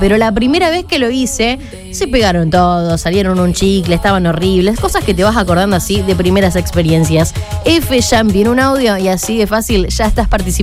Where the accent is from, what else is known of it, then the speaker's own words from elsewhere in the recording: Fighiera, Santa Fe, Argentina; nosotros somos de Figuera, y para venir a Rosario mi mamá venía todo por la ruta vieja